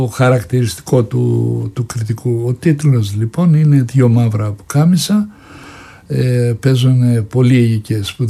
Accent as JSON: {"language": "Greek", "town": "Anogeia", "region": "Crete", "country": "Greece", "tie": "born or raised there", "said": "ξεχυλίζουν τώρα να παίξω στο χωριό μου και να κάνω και τον πιο εμβληματικό ήρωα του χωριού που μεγαλούργησε … που τον έζησα, τον πατέρα του, τον έζησα."}